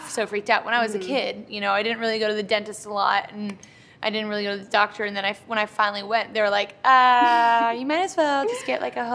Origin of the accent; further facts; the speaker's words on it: Santa Barbara, California, United States; So I shot that music video in Santa Barbara, my hometown.